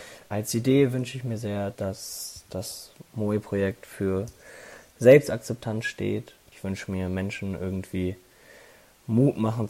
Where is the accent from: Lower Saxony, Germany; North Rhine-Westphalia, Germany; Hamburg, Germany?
Hamburg, Germany; Ich komme aus dem wunderschönen Hamburg.